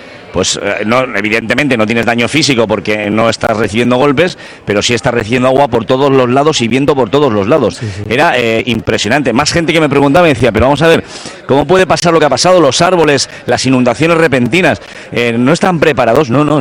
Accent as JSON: {"language": "Spanish", "town": "Bilbao", "region": "Basque Country", "country": "Spain", "said": "nosotros somos de Bilbao, sí, o de Vizcaya"}